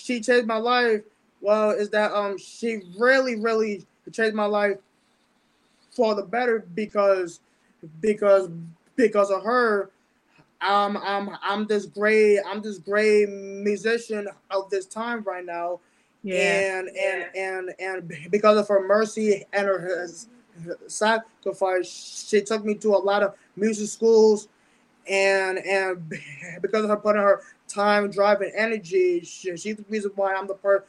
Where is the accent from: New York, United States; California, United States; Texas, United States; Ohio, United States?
New York, United States; New York City; So basically, I was born and raised in the Bronx, and I'm black and Puerto Rican, and I'm very urban